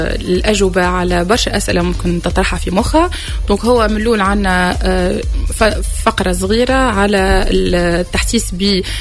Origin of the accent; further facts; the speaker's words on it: Tunisia; يعني 20% في مساحه خاصه عندنا في تونس.